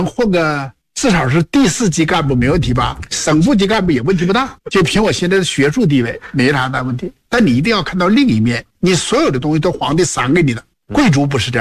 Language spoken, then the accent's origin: Chinese; Northeast China, China; 但我们东北人也是中国人，不要以为东北人就不是中国人，我们都是中华民族